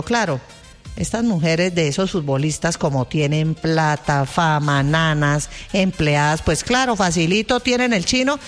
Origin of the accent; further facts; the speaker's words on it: Santander, Colombia; Soy santandereana, ojo con lo que va a decir.